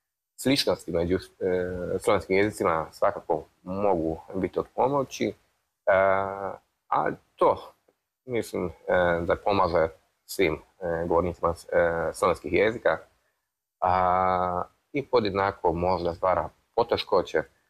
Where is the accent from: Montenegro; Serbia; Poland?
Poland; Kraków, Lesser Poland; Serbian is a second language; dolazim iz Krakova, iz Poljske. Radim na institutu za slovensku filologiju Jagiellonskog univerziteta u Krakovu